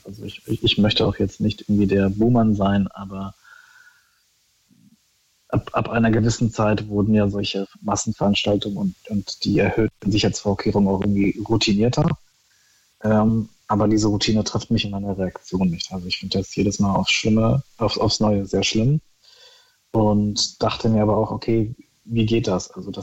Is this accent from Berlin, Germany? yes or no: yes; Berlin, Germany; born there; Ich bin mittlerweile 33. Ich bin gebürtiger Berliner. Und ich habe die Love Parade und CSD alles schon mitbekommen.